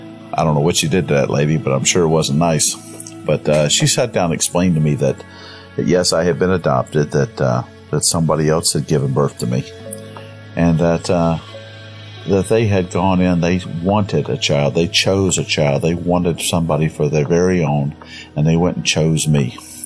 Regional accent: Concord, North Carolina, United States; I was adopted by a wonderful man and woman … I was raised in Concord, North Carolina, which is in Cabarrus County in the beautiful heart of North Carolina in the Piedmont region.

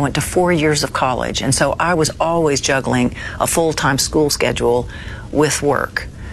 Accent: Nashville, Tennessee, United States; It's funny because I grew up in Nashville, which is such a great, amazing music community.

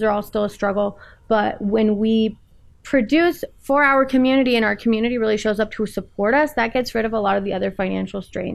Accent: Nebraska, United States; I'm an American citizen. Yeah. I grew up here in Nebraska.

